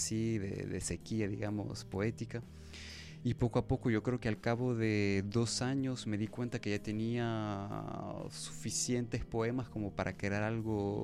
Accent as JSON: {"language": "Spanish", "country": "Honduras", "said": "nos sigue afectando mucho como hondureños"}